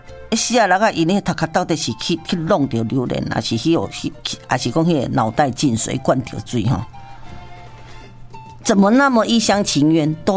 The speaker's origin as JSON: {"language": "Chinese", "country": "Taiwan", "said": "咱身为台湾人，不明嘛，要问啊！啊，不然我们台湾是跟你中国有什么关系？"}